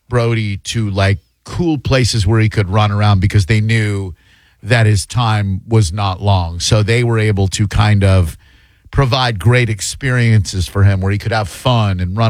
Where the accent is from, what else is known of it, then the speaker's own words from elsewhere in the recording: Orlando, Florida, United States; growing up in South Orlando, I knew most racist tropes.